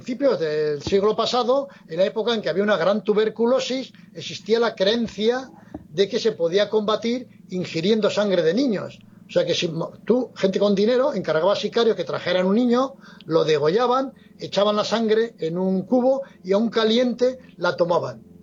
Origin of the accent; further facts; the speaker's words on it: Navarre, Spain; esto ocurrió en mi tierra, por decirlo brevemente, y es que, bueno, yo soy navarro